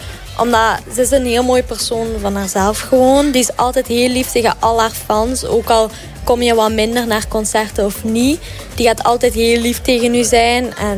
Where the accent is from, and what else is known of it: Heusden, Flanders, Belgium